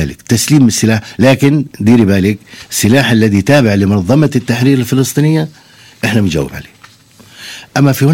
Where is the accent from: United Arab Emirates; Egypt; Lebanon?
Lebanon; رغم أنني أنا خلقان هنا وعايش هنا ودرست هنا